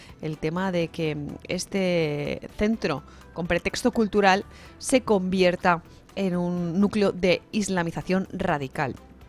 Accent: Spain

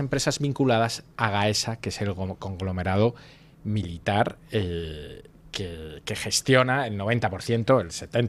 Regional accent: Spain; a mí me preocupan como español

